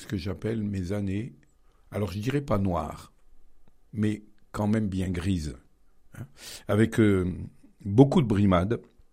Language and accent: French; Bathernay, Auvergne-Rhône-Alpes, France; born there; Alors, je suis né à Batternay, je suis un petit village du nord de Rome.